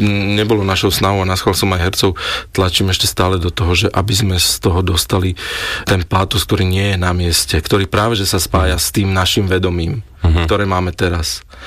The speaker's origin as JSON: {"language": "Slovak", "town": "Prievidza", "region": "Trenčín Region", "country": "Slovakia", "said": "Pochádzam z Prievidze"}